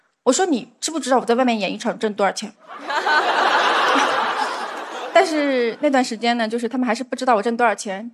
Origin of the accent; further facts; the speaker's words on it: China; 然后他看到我是个中国人